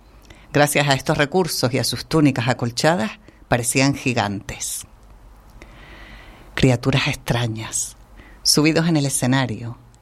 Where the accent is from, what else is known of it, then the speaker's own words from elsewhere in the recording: Las Palmas de Gran Canaria, Canary Islands, Spain; y también en Las Palmas de Gran Canaria, la ciudad de donde soy yo.